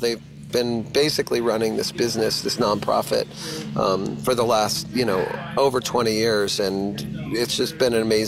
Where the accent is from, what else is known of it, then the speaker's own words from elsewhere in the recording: Texas, United States; now in Vermont, United States; Well, I'm actually from Texas, and we didn't have